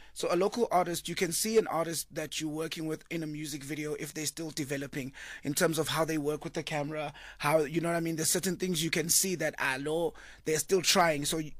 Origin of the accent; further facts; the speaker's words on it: South Africa; now in Johannesburg, South Africa; I moved to Joburg